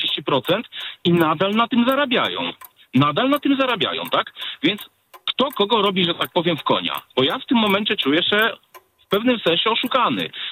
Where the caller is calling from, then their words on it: Przasnysz, Masovian Voivodeship, Poland; Przasnysz.